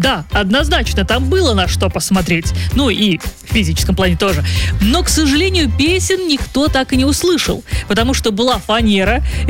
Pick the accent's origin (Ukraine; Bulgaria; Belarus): Belarus; ну мы же белорусы